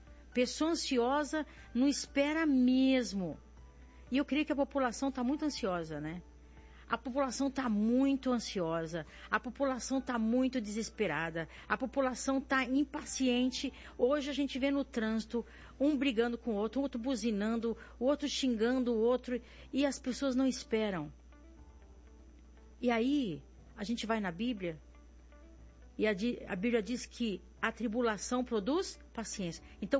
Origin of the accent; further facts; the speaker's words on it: São Paulo, Brazil; Eu nasci aqui, sou da Gema, Eu sou paulistana